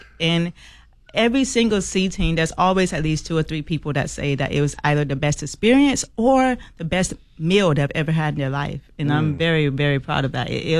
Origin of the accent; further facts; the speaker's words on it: Los Angeles, California, United States; also born or lived in Birmingham; We grew up in Los Angeles, but I was born here in Birmingham.